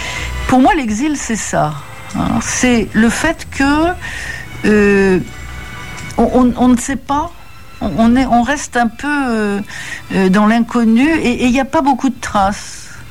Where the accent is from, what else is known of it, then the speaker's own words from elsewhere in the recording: France; born there; Je suis née en France, je suis complètement française, j'ai une part italienne